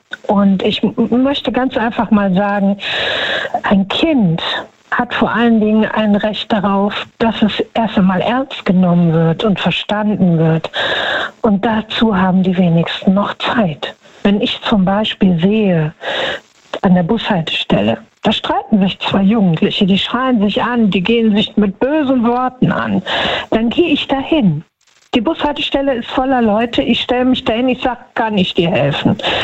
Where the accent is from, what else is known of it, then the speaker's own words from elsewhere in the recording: Düsseldorf, North Rhine-Westphalia, Germany; Düsseldorf.